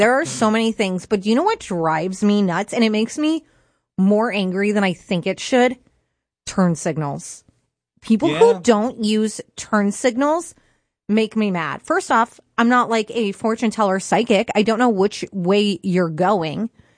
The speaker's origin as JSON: {"language": "English", "region": "Illinois", "country": "United States", "said": "I am from Illinois"}